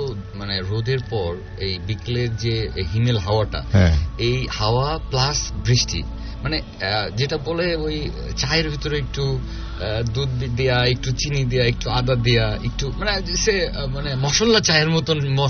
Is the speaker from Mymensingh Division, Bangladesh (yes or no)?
no; Khulna, Khulna Division, Bangladesh; also born or lived in Jhenaidah; আমি আমার ছোটবেলাটা কেটেছে, বড় হয়েছে আসলে খুলনাতে। আমি খুলনা খালিশপুর পোর্ট স্কুল, যেটা মোংলা বন্দর কর্তৃপক্ষ খুলনা খালিশপুরে, ওখানে আমি বড় হয়েছি।